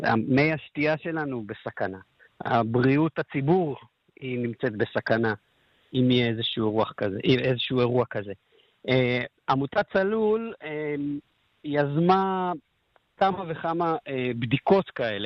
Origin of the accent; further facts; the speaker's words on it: Eilat, Southern District, Israel; אני בתור אילתי